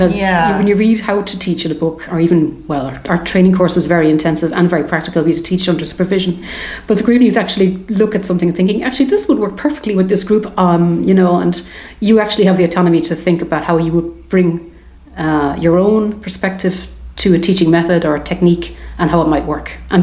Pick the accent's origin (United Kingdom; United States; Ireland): Ireland; Cork, Munster; moved away as an adult; now in Carrigaline, Ireland; So I'm from Cork, but living in Carrigaline for the last 20 years.